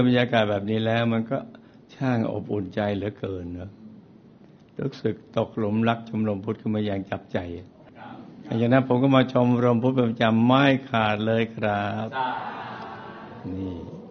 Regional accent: Yala, Thailand; born there; ผมเกิดที่เมืองยะลาย

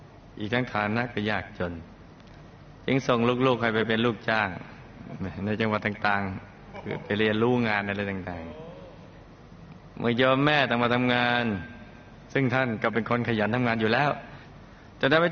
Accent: Tha Muang, Kanchanaburi, Thailand; born there; ผมเกิดที่ตำบลท่าม่วงอำเภอท่าม่วงจังหวัดกาญจนบุรีมีพี่น้องร่วมท้องด้วยกันทั้งหมด13คนโดยกับผมเป็นคนที่9

